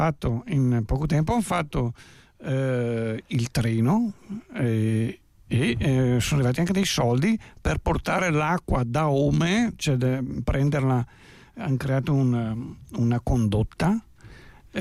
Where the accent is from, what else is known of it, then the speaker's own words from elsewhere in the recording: Paderno Franciacorta, Lombardy, Italy; la storia praticamente dell'acqua del mio paese a Paderno, Francia Corta.